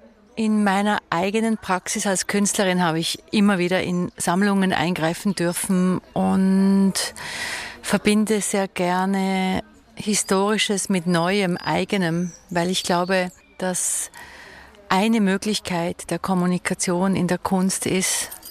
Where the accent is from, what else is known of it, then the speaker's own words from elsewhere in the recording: Basel, Basel-Stadt, Switzerland; moved away as an adult; also born or lived in Zurich; ich bin ja in Basel geboren, habe dort studiert, bin von Basel dann weggegangen, sozusagen schon als junge Frau, viel auf Reisen.